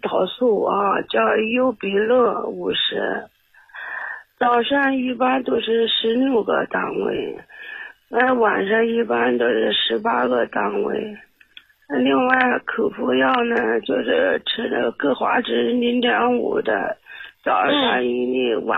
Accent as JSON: {"language": "Chinese", "region": "Hubei", "country": "China", "tie": "born or raised there", "said": "我家是湖北这边的。"}